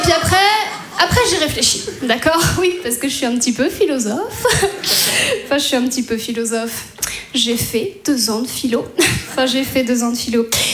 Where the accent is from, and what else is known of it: Brittany, France; moved away